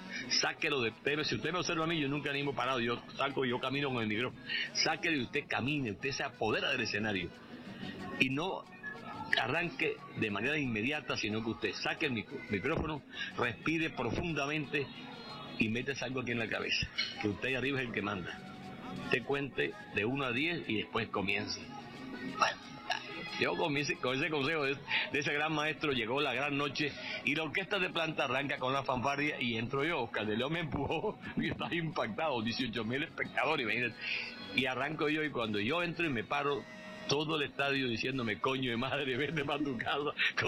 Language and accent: Spanish; Colombia; no como animador, sino como un colombiano que quería abrazar al pueblo de Venezuela.